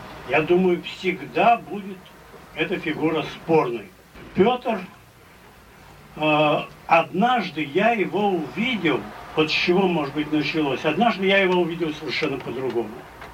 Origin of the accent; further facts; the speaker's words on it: Saint Petersburg, Russia; С детства мы все, питерцы, живем среди Петра. Живем с Петром.